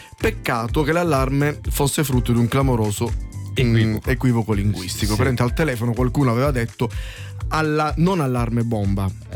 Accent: Sicily, Italy; Io sono siciliano, non irpino.

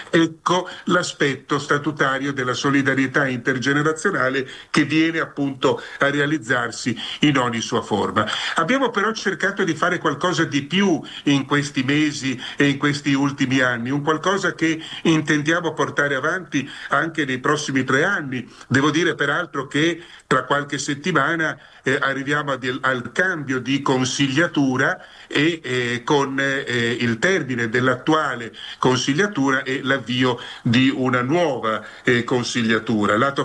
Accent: Friuli-Venezia Giulia, Italy; sono ancora in Friuli, arriverò a Roma solamente questa sera per impegni che mi trattengono nella mia terra.

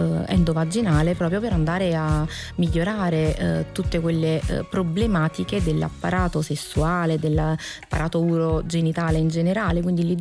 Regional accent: Switzerland; perché io sono svizzera

